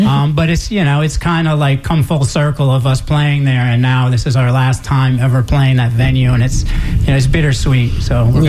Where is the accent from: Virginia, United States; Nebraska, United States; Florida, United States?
Florida, United States; I grew up in South Florida playing like the heaviest music I could possibly find or create